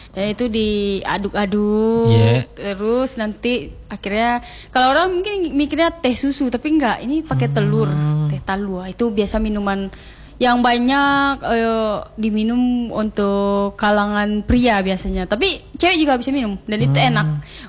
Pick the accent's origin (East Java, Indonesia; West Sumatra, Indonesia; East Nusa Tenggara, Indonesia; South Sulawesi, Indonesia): West Sumatra, Indonesia; di daerahku Sumatera Barat